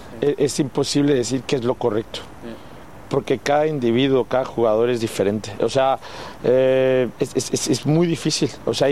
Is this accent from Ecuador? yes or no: no; Mexico; Pero como mexicano siempre da ilusión, representé a mi país en un mundial, representé a mi país, fui campeón del mundo, sub-17.